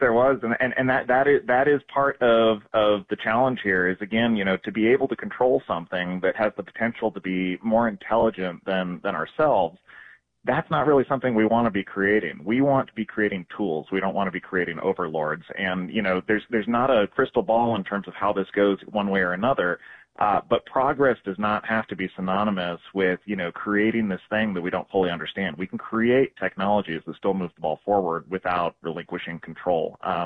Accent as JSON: {"language": "English", "town": "Billings", "region": "Montana", "country": "United States", "said": "I'm from Billings originally, so I love that idea."}